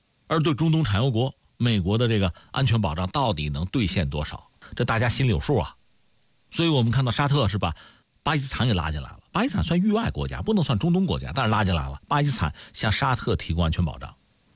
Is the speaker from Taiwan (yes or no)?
no; China